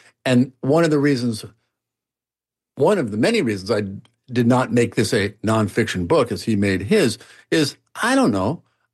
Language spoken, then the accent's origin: English; Nebraska, United States; metro areas like Nashville and Memphis and Omaha, Lincoln in my home state and so forth.